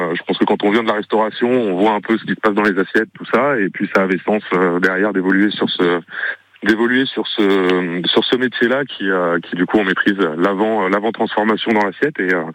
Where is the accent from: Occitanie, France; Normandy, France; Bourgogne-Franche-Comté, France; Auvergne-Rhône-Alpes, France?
Auvergne-Rhône-Alpes, France; moved away; originairement, je suis du Cantal, on avait tout ce qu'il fallait, les terres et tout ça